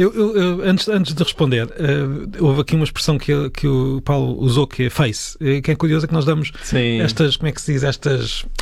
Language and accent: Portuguese; Peniche, Centro, Portugal; eu sou de Peniche